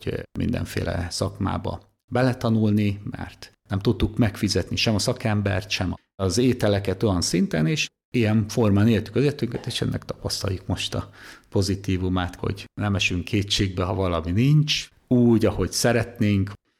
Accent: Pécel, Pest, Hungary; Pécelről számozom, ott nevelkedtem.

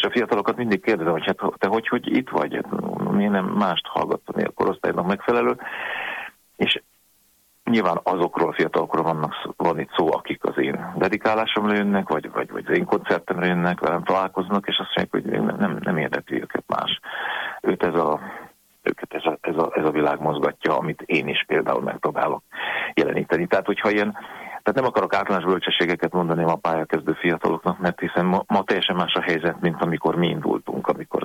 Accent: Hungary

